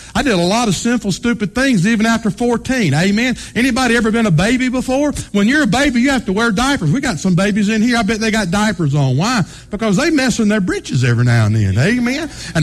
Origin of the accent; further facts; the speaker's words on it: Georgia, United States; Years ago when I grew up in South Georgia